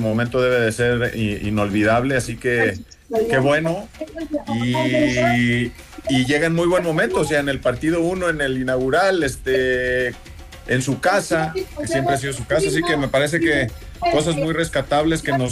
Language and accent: Spanish; Mexico